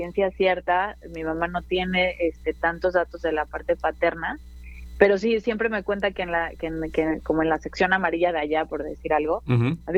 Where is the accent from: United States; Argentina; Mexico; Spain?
Mexico; Mexico City; yo nací en la Ciudad de México, uh-huh. pero pues mi papá es oaxaqueño, del Istmo de Tehuantepec. Él es hablante de zapoteca. Uh-huh. Y mi mamá es chilena